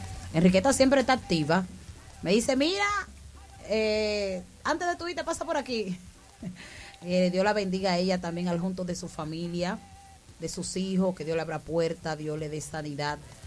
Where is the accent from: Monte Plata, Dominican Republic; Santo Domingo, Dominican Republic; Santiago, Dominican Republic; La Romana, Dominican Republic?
La Romana, Dominican Republic; Villa Hermosa; de Villahermosa, sí, de mi municipio querido